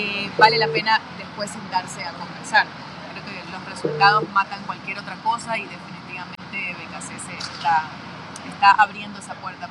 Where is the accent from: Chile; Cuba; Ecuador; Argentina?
Ecuador; para nosotros como ecuatorianos a veces es muy difícil reconocer lo propio